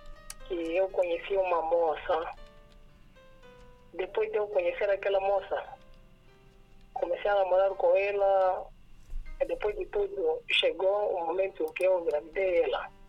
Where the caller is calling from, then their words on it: Nampula, Mozambique; Eu sou de Nampula, no bairro de Mutawanya.